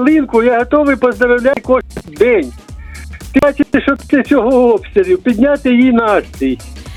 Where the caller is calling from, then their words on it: Kyiv, Ukraine